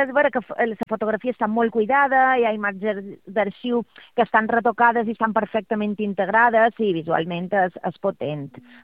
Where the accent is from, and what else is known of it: Manacor, Balearic Islands, Spain